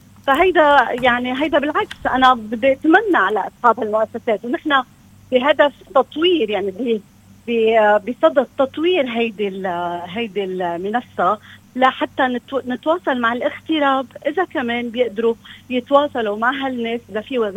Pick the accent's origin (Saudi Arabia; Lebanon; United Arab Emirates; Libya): Lebanon; نتعاون مع بعض كلبنانيين